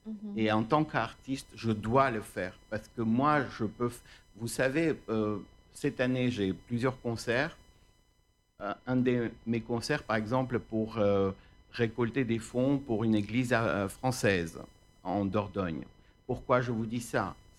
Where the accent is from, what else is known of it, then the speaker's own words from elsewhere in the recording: Gyumri, Shirak, Armenia; moved away; quand j'étais petit en Arménie, à Gyumri, parce que je suis d'origine, je suis né à Gyumri.